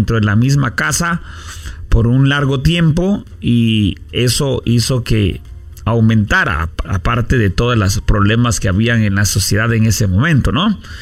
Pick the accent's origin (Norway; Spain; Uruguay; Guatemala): Guatemala; moved away; also born or lived in Belize; porque soy originario de Guatemala.